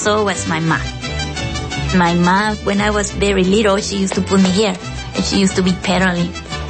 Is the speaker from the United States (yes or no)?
no; Mexico; Growing up in Mexico, it was a small town with no electricity.